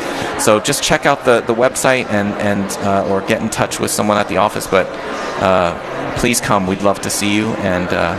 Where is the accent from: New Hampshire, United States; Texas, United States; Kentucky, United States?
Kentucky, United States; Lexington; moved away; growing up in a small town in Lexington, Kentucky